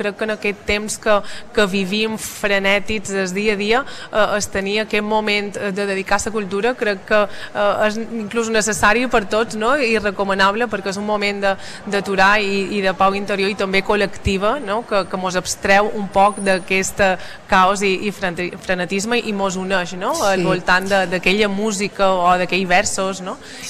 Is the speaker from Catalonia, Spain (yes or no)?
no; Balearic Islands, Spain